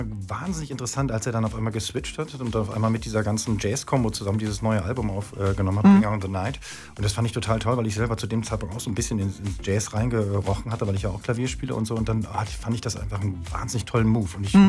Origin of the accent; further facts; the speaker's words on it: Hamburg, Germany; ich komme ja aus Hamburg